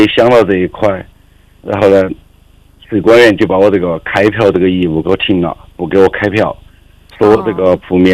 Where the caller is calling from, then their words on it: Kashgar, Xinjiang, China; Chinese is a second language; 哎，就是我是喀什东城这边一个国企工商户。